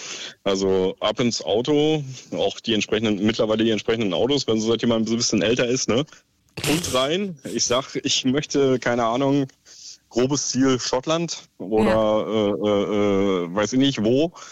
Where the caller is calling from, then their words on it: Brandenburg, Germany; Aus der wunderschönen Uckermark.